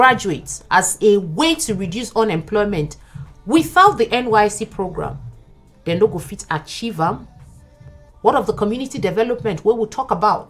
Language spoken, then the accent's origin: English; Delta, Nigeria; I'm from Delta State, from South.